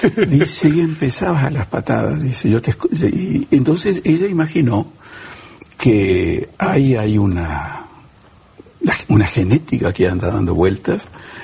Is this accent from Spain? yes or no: no; Argentina; moved away; Sabían que yo era argentino